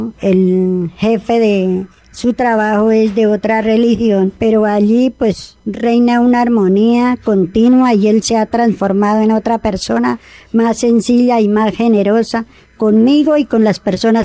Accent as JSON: {"language": "Spanish", "town": "Zetaquira", "region": "Boyacá", "country": "Colombia", "lives_now": "Tunja, Colombia", "said": "Yo soy de Zetaquira, Boyacá."}